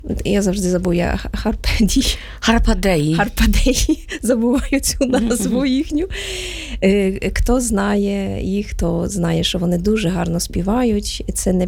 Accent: Poland; now in Ukraine; щоб ми, поляки

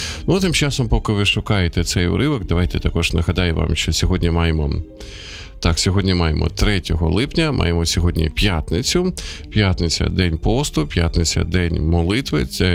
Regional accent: Sumy Oblast, Ukraine; моя рідна Сумська область

